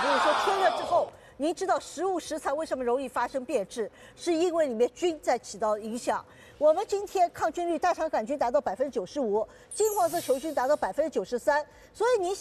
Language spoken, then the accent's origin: Chinese; China; 而且我们中国人有喝温水的习惯，